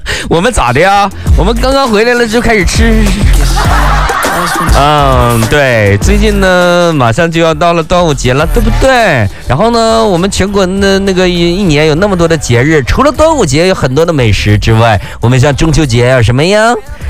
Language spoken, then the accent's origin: Chinese; northern China, China; 我们北方